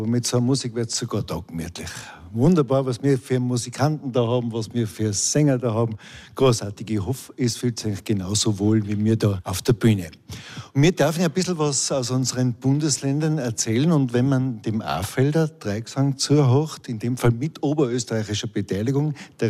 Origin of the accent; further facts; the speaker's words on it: Tyrol, Austria; Also ich komme aus dem Oberland, ich habe auch eine ganz andere Sprache.